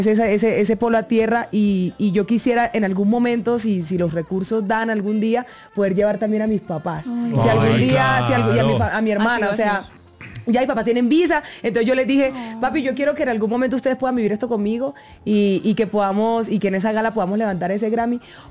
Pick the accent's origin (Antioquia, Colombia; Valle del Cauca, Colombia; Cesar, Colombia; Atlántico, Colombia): Cesar, Colombia; Aguachica; ¡Es el nombre de mi pueblo! ¡Agua Chica!